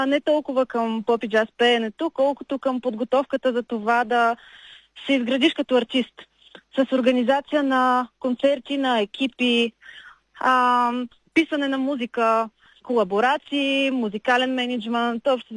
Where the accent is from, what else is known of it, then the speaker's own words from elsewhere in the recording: Varna, Varna Province, Bulgaria; Понеже съм от Варна